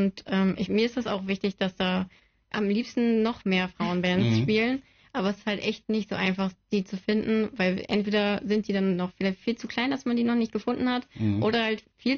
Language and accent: German; Bremen, Germany; Ich komme ja auch aus Bremen.